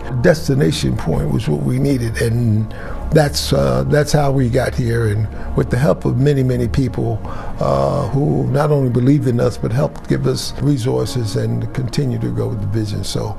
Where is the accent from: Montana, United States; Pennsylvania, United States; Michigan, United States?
Pennsylvania, United States; Philadelphia; I was born in Philadelphia and worked and grew up in the Strawberry Mansion area of the city in 1942.